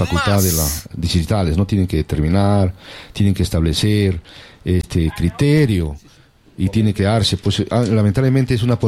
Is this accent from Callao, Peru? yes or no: no; Cayma, Arequipa, Peru; Soy caimeño de Carmen Alto, soy agricultor y respetamos y amamos la campiña.